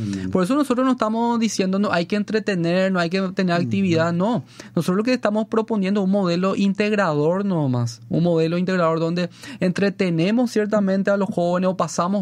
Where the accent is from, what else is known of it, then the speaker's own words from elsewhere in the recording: Paraguay; siempre estamos y más como latino, como paraguayo, que no planificamos ni organizamos